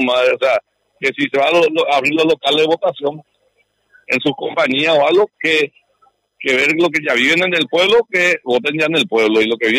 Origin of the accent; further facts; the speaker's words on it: Fram, Itapúa, Paraguay; soy frameño con identidad frameña. Y voto y ejerzo mi derecho en mi pueblo.